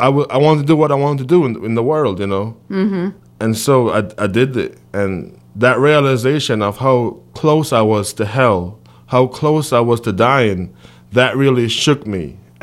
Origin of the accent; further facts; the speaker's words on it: Jamaica; moved away as an adult; now in United States; I grew up in church in Jamaica, and my dad was a deacon.